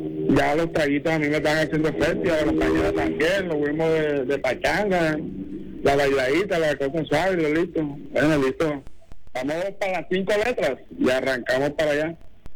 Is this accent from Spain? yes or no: no; Caribbean Region, Colombia; O sea, yo vivo acá en Central Valle, pero yo soy costeño. Pero en la región momposina